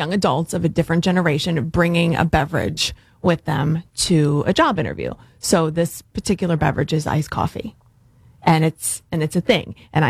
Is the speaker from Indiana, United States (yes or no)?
no; Cleveland Heights, Ohio, United States; Yes, and I grew up in Cleveland Heights.